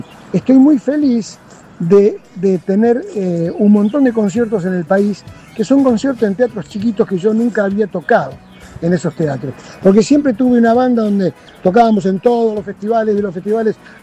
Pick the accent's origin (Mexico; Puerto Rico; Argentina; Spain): Argentina; Cañada Rosquín, Santa Fe; Cañada Rosquín, que es mi pueblo natal.